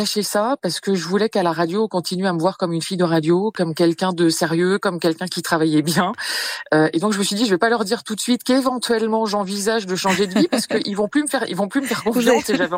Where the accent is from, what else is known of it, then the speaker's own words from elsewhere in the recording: Le Creusot, Bourgogne-Franche-Comté, France; now in Loché, France; j'ai retrouvé ma Bourgogne natale. Moi, j'étais du Creusot, donc ça c'est la Bourgogne industrielle et je suis allée dans la Bourgogne viticole.